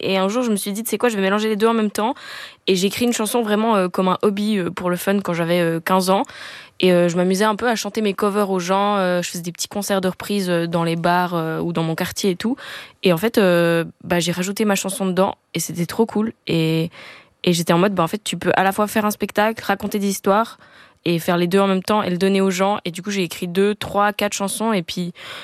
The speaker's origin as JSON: {"language": "French", "town": "Lausanne", "region": "Vaud", "country": "Switzerland", "said": "Ouais, je suis de Lausanne, je suis en Suisse."}